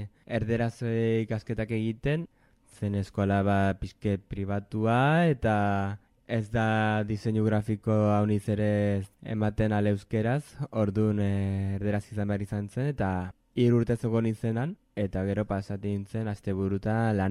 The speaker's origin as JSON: {"language": "Basque", "town": "Elizondo", "region": "Navarre", "country": "Spain", "also_born_or_lived": "Pamplona / Cambo-les-Bains / Mexico", "moved": "yes", "lives_now": "Urcuit, France", "said": "Elizondokoa naiz, 28 urte ditut, eta orain Urketan bizi naiz. Urte hauetan, Elizondotik gero pastu nintzen Iruñarat, eta Iruñatik Kanborat, eta bukatut Urketan."}